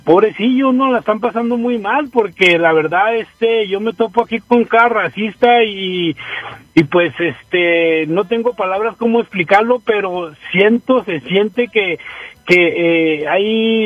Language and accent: Spanish; Mexico; now in United States; Yo como mexicano